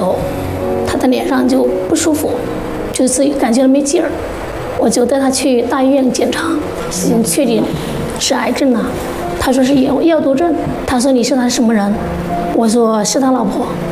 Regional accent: Xiaogan, Hubei, China; 孝感地区，我们的省会是武汉市。

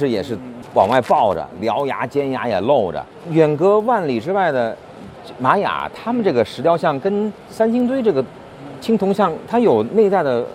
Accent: China

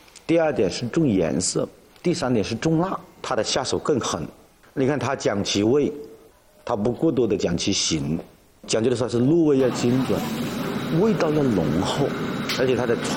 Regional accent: Xiangtan, Hunan, China; now in Beijing, China; 我的老家是湖南湘潭一个小城市，我现在就扎根在 CBD 这个地区，我就想踏踏实实的把我们湘潭土菜把它做好。

